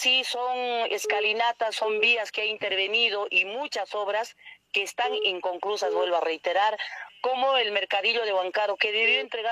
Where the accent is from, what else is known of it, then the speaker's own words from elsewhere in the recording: Cusco, Peru; para mí, como santiaguina